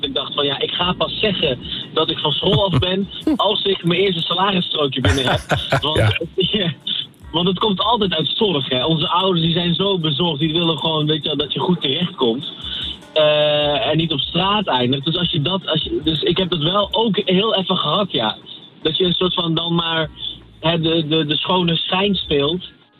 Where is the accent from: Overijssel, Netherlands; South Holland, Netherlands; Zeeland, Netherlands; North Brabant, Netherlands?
North Brabant, Netherlands; Maar ik ben zelf ook uit Brabant.